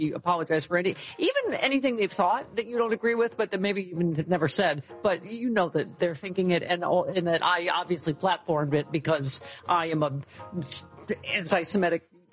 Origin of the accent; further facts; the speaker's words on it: Lockport, New York, United States; This is from my hometown. There's nothing like hometown love from Lackport.